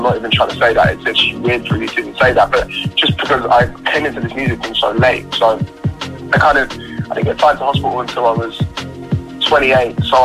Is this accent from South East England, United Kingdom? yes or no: yes; Walton-on-Thames, South East England, United Kingdom; also born or lived in London / Horsham; So originally I was born in kind of like southwest London, Surrey border. I grew up first part of my life in kind of Walton on Thames and moved to Horsham, which is in West Sussex.